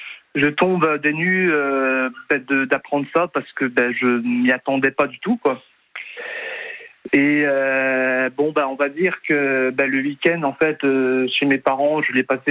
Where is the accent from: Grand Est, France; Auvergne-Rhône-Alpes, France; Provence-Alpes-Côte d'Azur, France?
Grand Est, France; Nancy; also born or lived in Ardennes; moi je suis originaire de Nancy, en Meurthe-et-Moselle. Sauf que cette époque-là, moi, j'habitais chez mes parents, qui habitaient dans les Ardennes.